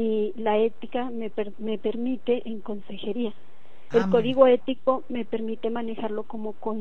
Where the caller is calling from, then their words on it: Mexico; De acá, de la Emiliano Zapata.